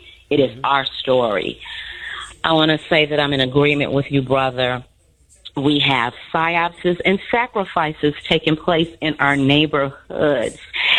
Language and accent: English; Chicago, Illinois, United States; also born or lived in Chatham, Chicago / Park Manor, Chicago; I grew up in South Shore and then migrated to Chatham, Park Manor.